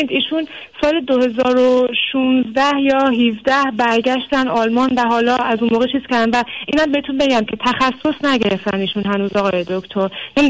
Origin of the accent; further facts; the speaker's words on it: Iran; moved away as an adult; من 33 سالمه آقای دکتر. از سال 2019 از ایران به طور غیرقانونی مهاجرت کردم